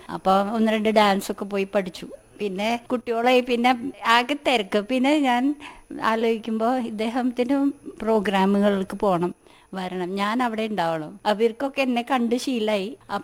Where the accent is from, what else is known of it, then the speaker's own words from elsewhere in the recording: Mumbai, Maharashtra, India; now in Kerala, India; ഞാൻ ജനിച്ച് വളർന്നത് ബോംബെയിലാണ്.